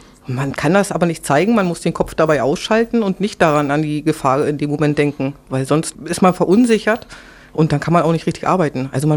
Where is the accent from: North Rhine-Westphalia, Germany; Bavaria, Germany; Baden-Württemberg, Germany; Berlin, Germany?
Berlin, Germany; Also ich bin in Berlin aufgewachsen, habe eine Lehre als Krankenpfleger gemacht